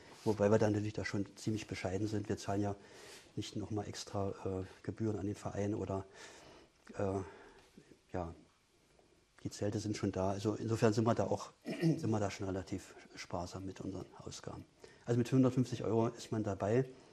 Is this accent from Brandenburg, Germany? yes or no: yes; Potsdam, Brandenburg, Germany; now in Dessau, Germany; ich komme eigentlich aus Potsdam.